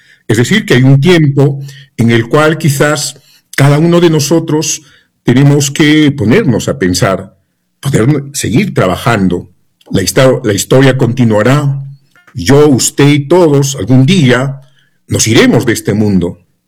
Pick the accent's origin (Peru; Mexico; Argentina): Peru